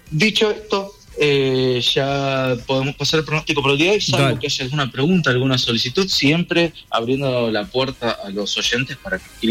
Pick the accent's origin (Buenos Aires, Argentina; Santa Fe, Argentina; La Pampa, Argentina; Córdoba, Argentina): Buenos Aires, Argentina; moved away; acuérdense que yo soy de Buenos Aires